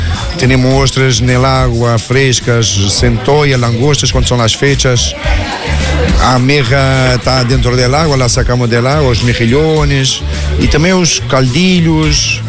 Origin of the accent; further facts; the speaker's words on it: Cascais, Lisbon, Portugal; Spanish is a second language; moved away as an adult; now in Curicó, Chile; Yo soy de Cascais.